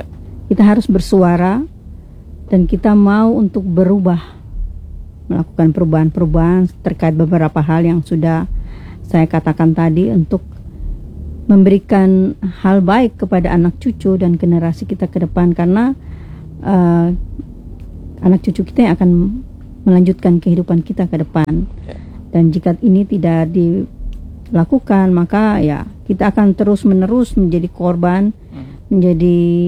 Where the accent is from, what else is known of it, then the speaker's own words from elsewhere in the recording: Maluku, Indonesia; Karena jujur saja kita di Maluku ini sangat sensitif soal tapal batas. Ego kita sebagai orang Maluku itu masih sangat tinggi soal tapal batas ini.